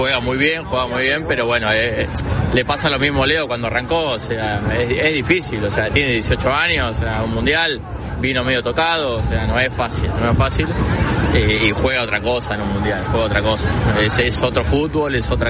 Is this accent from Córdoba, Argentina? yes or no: no; Buenos Aires, Argentina; De Buenos Aires, capital federal.